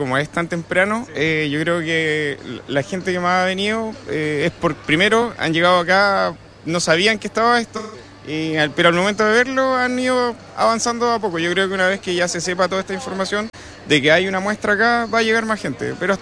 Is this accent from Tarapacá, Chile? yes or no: yes; Iquique, Tarapacá, Chile; moved away as an adult; Yo de hecho soy de acá, soy de Iquique.